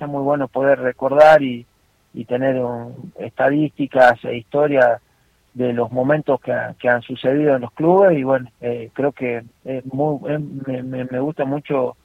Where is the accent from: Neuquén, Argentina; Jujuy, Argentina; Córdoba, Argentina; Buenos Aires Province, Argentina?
Jujuy, Argentina; acá yo soy de Jujuy